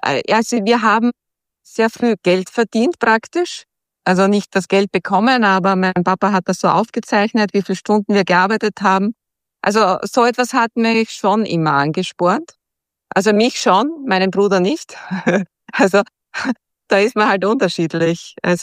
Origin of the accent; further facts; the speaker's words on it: Groß Klein, Styria, Austria; ich bin in einem Dorf aufgewachsen am Land. Das hieß Groß-Klein.